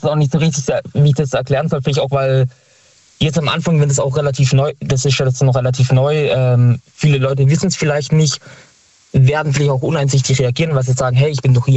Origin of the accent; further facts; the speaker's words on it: Stuttgart, Baden-Württemberg, Germany; Okay, bei uns in Stuttgart an den Haltestellen ist ja eh, wer mit der S-Bahn fährt